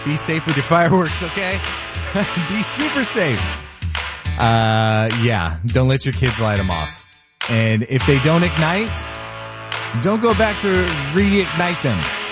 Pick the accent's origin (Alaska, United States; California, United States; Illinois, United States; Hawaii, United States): California, United States; Newark; Newark, my hometown